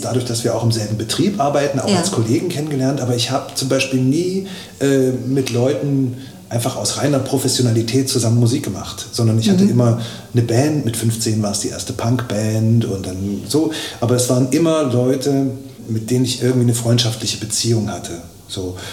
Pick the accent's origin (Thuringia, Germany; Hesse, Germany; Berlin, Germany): Thuringia, Germany; Rudolstadt; aber ich habe auch früh als Kind am Chor in der Schule, es gibt ja hier auch einen tollen Chor in Rudolstadt, oder mehrere, Entschuldigung, aber so da habe ich so die erste Stimmbildung genossen